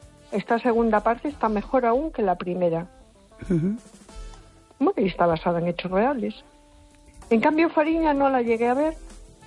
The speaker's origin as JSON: {"language": "Spanish", "town": "A Coruña", "region": "Galicia", "country": "Spain", "said": "Hola, buenas noches. … de Coruña."}